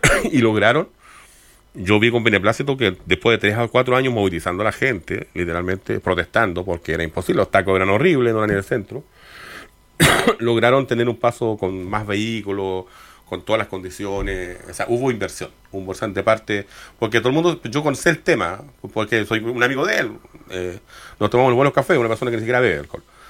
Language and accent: Spanish; Concepción, Biobío, Chile; Yo soy de Concepción, de una parte que se llama Villa Cap.